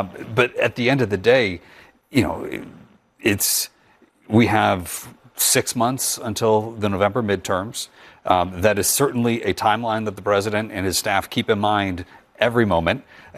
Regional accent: Michigan, United States; In Michigan, I'm from Michigan, we also had refineries that were shut down for maintenance

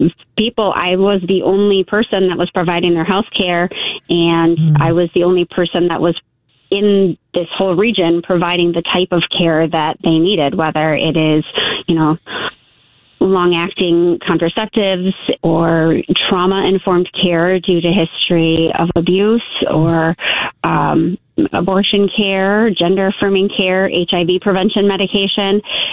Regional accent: Marquette, Michigan, United States; I grew up in Marquette, Michigan, so right on the shores of Lake Superior in the Upper Peninsula. Born and raised here, have really deep roots in this area. I'm fourth generation Yuper on both sides of my family

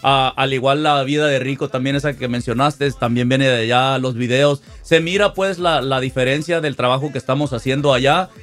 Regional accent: Mexico

